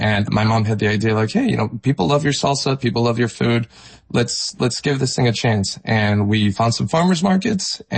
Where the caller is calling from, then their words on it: Chicago, Illinois, United States; I'm calling from Chicago, Illinois.